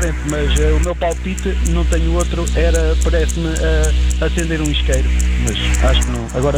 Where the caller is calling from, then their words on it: Leiria, Centro, Portugal; Olha, eu estou ligado a Leiria.